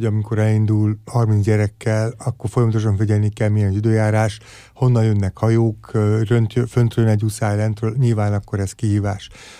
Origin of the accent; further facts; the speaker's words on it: Paks, Tolna, Hungary; Nekem sok száz évre viszonylag paksi vagyok